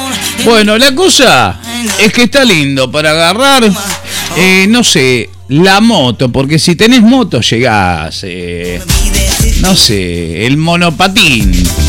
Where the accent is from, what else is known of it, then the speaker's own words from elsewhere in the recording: General Rodríguez, Buenos Aires Province, Argentina; soy de General Rodríguez. Ah, mirá vos. Sí, allá por Luján